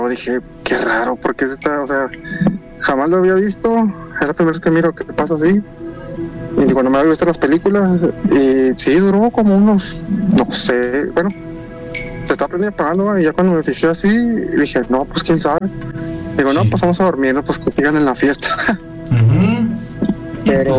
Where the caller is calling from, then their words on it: Tamaulipas, Mexico; de Tamaulipas.